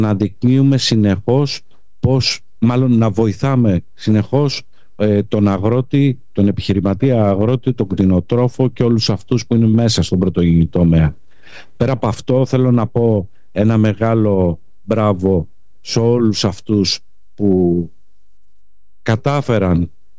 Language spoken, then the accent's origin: Greek; Western Greece, Greece; λόγω ότι είμαι από τη Δυτική Αχαΐα